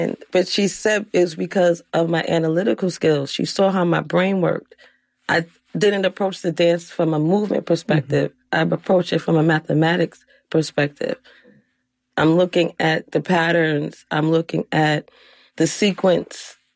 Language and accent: English; New York, United States; And especially growing up in New York, because me, it's like New York, that's it.